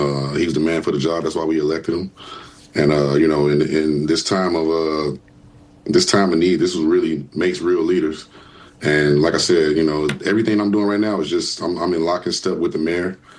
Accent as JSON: {"language": "English", "town": "Gary", "region": "Indiana", "country": "United States", "tie": "born or raised there", "said": "I grew up in Gary. Definitely a majority black city."}